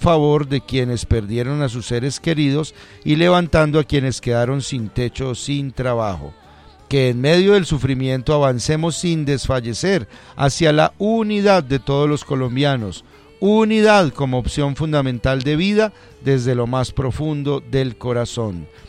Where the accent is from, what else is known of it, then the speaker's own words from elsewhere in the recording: Colombia; somos colombianos y cada uno aporta desde su perspectiva